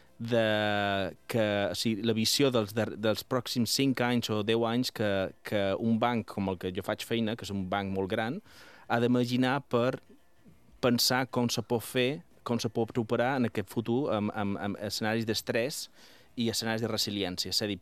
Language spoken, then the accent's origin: Catalan; Palma, Balearic Islands, Spain; moved away as an adult; also born or lived in Barcelona / Washington; now in London, United Kingdom; Sí, som de Palma, sí.